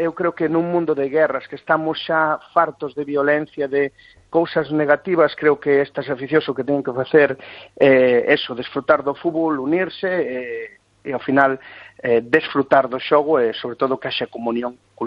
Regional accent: Galicia, Spain; pois eso, que temos que, como galegos, pois unirnos

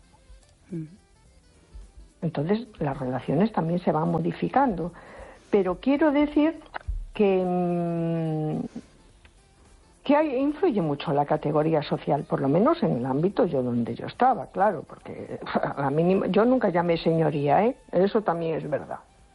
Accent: A Coruña, Galicia, Spain

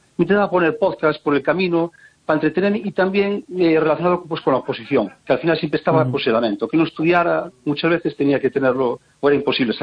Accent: Lugo, Galicia, Spain; born there; Sí, yo nací en Lugo, sí.

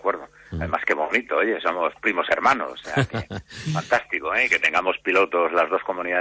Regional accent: Asturias, Spain; also born or lived in Galicia; No, que va, yo soy asturiano.

